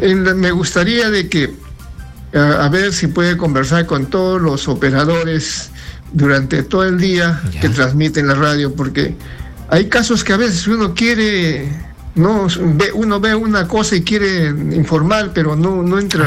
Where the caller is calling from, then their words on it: Lima, Peru; de Cercado, Lima.